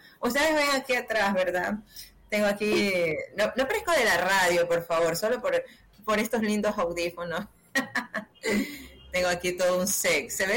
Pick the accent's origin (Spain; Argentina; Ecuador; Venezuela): Ecuador; Guayaquil, Guayas; Como buenas guayaquileñas, estamos en nuestro mes de celebración, ¿verdad?